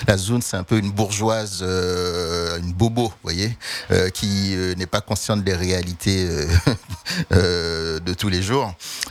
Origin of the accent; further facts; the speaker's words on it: Haiti; first language Haitian Creole; French is a second language; Le créole, qui est notre langue maternelle, entre guillemets, et puis le français, hein, qui est la langue plutôt administrative